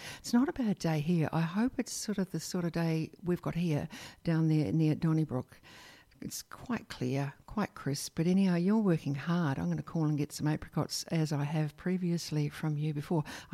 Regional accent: New Zealand; born there; Now, you know, I'm a New Zealand girl. I was born in New Zealand. I can do Maori names, but I cannot do Italian.

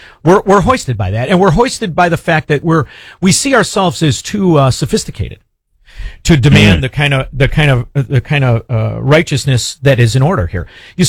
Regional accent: United States

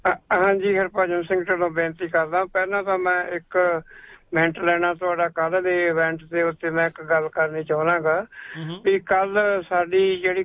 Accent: Punjab, India; moved away; ਸਾਡੇ ਅਸੀਂ ਪੰਜਾਬ ਤੋਂ ਆਏ ਹਾਂ, ਪੰਜਾਬ ਦੇ ਵਿੱਚ ਅਸੀਂ ਦੇਖਿਆ ਵੀ ਫ੍ਰੀ ਦੀ ਜਿਹੜੀਆਂ ਸਹੂਲਤਾਂ ਦਿੰਦੇ ਸੀਗੇ

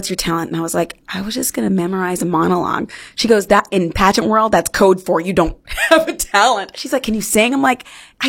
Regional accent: Fresno, California, United States; My hometown hero … she has 6 Tonys and she's from Fresno, California.

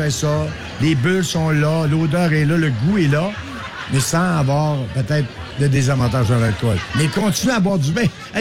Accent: Chicoutimi, Quebec, Canada; born there; je suis né ici à Scoutimi.

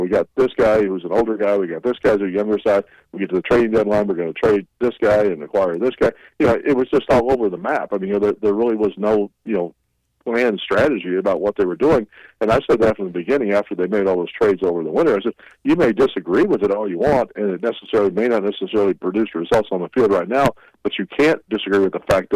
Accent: Springfield, Missouri, United States; also born or lived in Omaha, Nebraska; I was born in Omaha, Nebraska. I grew up in Springfield, Missouri, very much of a Cardinal fan.

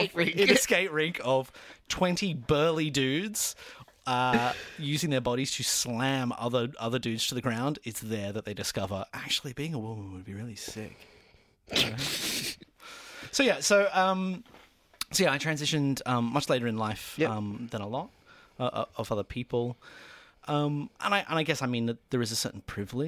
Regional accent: Ireland; now in Brisbane, Australia; So I'm not originally from Brisbane. I'm originally from Ireland and came out of here in the late 80s.

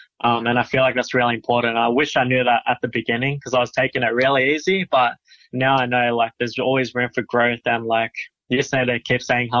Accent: Dubbo, New South Wales, Australia; Yeah, so I'm from Wiradjuri mob, so that's down in Dubbo

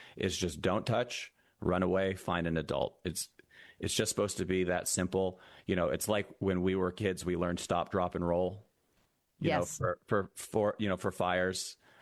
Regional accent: Massachusetts, United States; I come from Massachusetts myself. I was raised in Massachusetts.

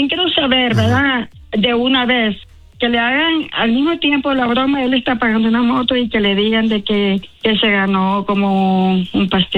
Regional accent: Honduras; No, soy hondureña, pero soy mujer de un solo hombre, no me gusta eso.

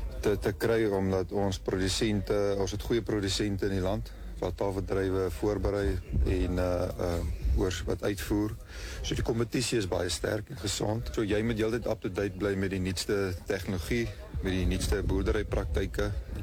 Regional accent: Northern Cape, South Africa; moved away as an adult; now in Western Cape, South Africa; So ek is oorspronklik van die Noord-Kaap. Die winters hier vir my is maar baie swaar, omdat het so koud en nat is. Daarbo is het meer woestynklimaat, waar het bietjie weer meer droër is. Maar ook koud in die winter, maar warm in die somer.

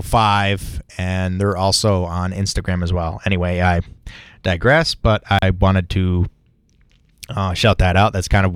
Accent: Olean, New York, United States; growing up in the Olean area as a kid, you heard a lot of country music on our country radio cohort down here

